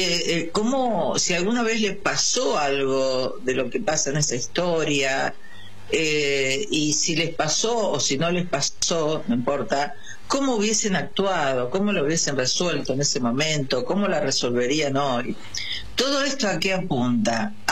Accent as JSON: {"language": "Spanish", "country": "Argentina"}